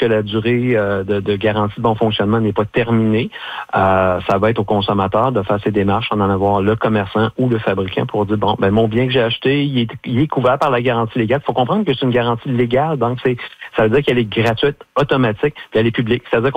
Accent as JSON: {"language": "French", "region": "Quebec", "country": "Canada", "said": "On vient de la Côte-Nord, on est sur la Côte-Nord."}